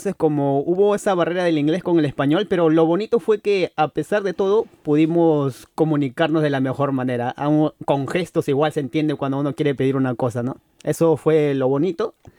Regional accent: Peru; moved away as an adult; now in Germany; Vengo de Perú de una radio que se llama Stereo Villa.

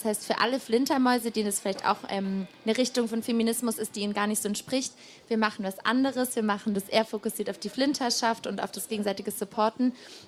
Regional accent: Tübingen, Baden-Württemberg, Germany

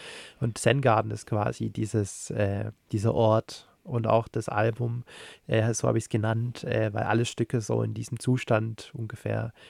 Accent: Nürtingen, Baden-Württemberg, Germany; aber auch nicht zu weit weg von meiner Heimat Stuttgart-Region, Unterenzingen, Nürtingen.

